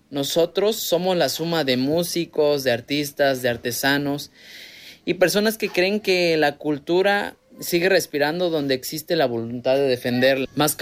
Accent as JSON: {"language": "Spanish", "town": "Rafael Delgado", "region": "Veracruz", "country": "Mexico", "tie": "born or raised there", "said": "Nosotros somos de aquí, de Rafael Delgado, entre las altas montañas de Veracruz."}